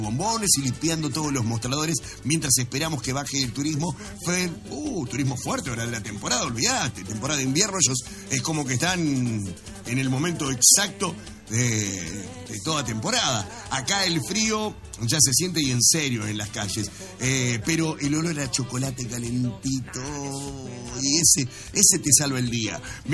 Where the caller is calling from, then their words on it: Bariloche, Río Negro, Argentina; Soy de Bariloche.